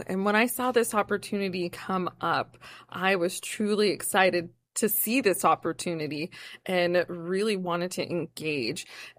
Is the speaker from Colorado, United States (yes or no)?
yes; Colorado, United States; now in Minnesota, United States; I am from Colorado, and my husband is from Duluth, Minnesota, and he brought me to Minnesota. So we lived in Minnesota for quite a few years